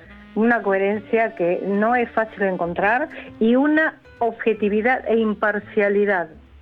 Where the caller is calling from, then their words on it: Argentina; como Argentina, como país, como sociedad, como gente empática, no hay en todos lados.